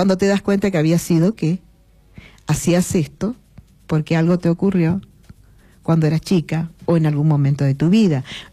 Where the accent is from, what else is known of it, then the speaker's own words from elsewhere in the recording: Corrientes, Argentina; moved away; yo soy correntina.